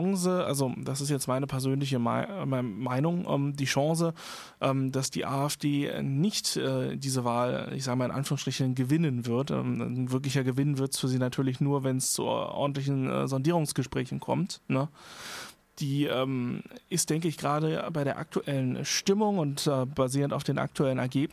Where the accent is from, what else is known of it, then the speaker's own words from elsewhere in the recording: Berlin, Germany; also ich bin nicht gebürtiger Berliner, aber ich bin seit sehr klein aufgewachsen in Berlin.